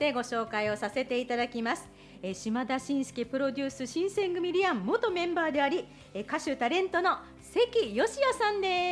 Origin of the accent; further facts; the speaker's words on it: Nagoya, Aichi, Japan; moved away; お盆は、地元の名古屋に帰り